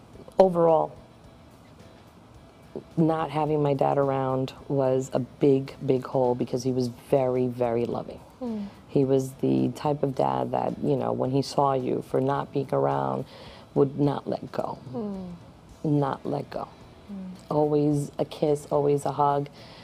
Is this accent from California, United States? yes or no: no; New York, United States; moved away; also born or lived in Massachusetts; So I was born in New York of Dominican parents